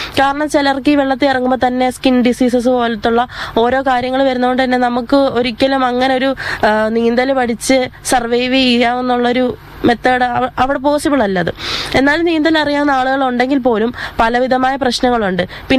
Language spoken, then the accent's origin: Malayalam; Kochuthuruthu, Kerala, India; ഞാൻ കൊച്ചുതുരുത്ത് എന്നുള്ള സ്ഥലത്തു നിന്നാണ് വരുന്നത്.